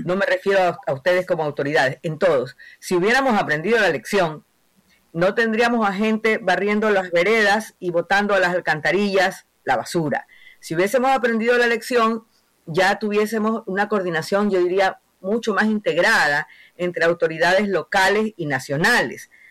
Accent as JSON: {"language": "Spanish", "town": "Guayaquil", "region": "Guayas", "country": "Ecuador", "said": "como guayaquileña, como que vivo aquí"}